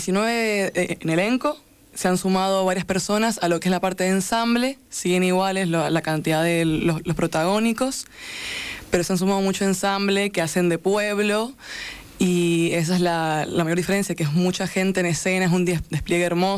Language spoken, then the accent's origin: Spanish; San Juan, Argentina; Todos de San Juan. Producción y elenco somos de San Juan.